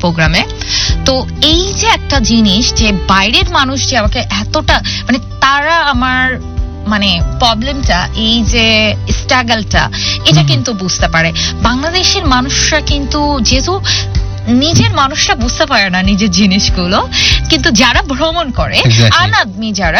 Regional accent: Bangladesh; আমি একজন বাংলাদেশি হিসেবে করেছি, আমি প্রথমে একজন বাংলাদেশি তারপর হচ্ছে আমার জেন্ডার

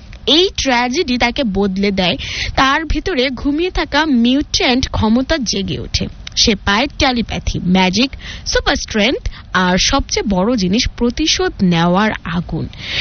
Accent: Bangladesh

